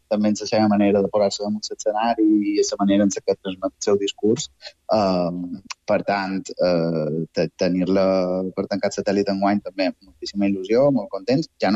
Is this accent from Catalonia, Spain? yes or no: yes; Catalonia, Spain; perquè si no vaig errat, som de província de Girona.